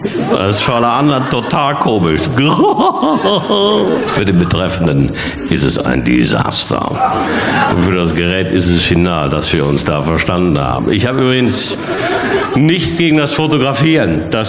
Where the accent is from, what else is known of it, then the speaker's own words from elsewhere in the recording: Bochum, North Rhine-Westphalia, Germany; Ich komme ja aus Bochum und Bochum ist im Prinzip nichts anderes als Toys R Us mit Rand.